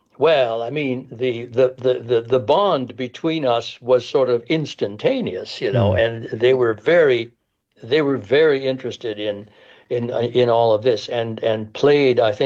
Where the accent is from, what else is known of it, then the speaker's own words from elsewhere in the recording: Winkler, Manitoba, Canada; it was in Winkler, in my hometown.